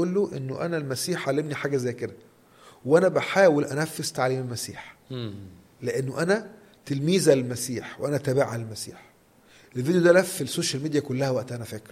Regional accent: Egypt; في اضطهاد عندنا في مصر هنا

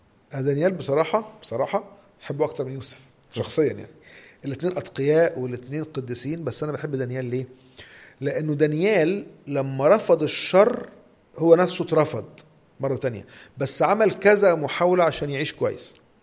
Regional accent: Egypt; في ناس يا كريم بلغتنا كمصريين بتتلكك

